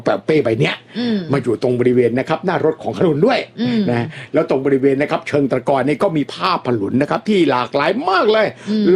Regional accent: Isan, Thailand; ผมเป็นคนอีสานนะครับ

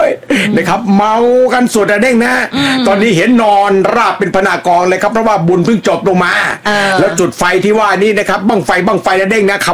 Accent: Roi Et, Thailand; บ้านผมเด้งบ้านเกิดของผมนะครับเสาร์อาทิตย์ที่ผ่านมานะครับพึ่งจัดงานบั้งไฟใหญ่เลยนะ

